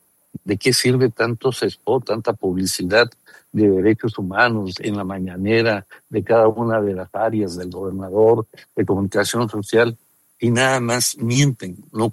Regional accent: Mexico; todos somos ciudadanos, todos somos mexicanos

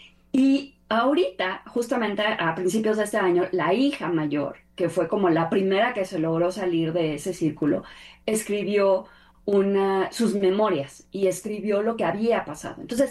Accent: Mexico

